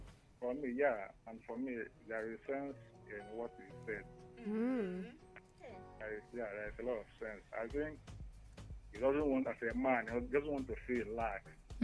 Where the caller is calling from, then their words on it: Enugu, Enugu State, Nigeria; I'm calling from Enugu.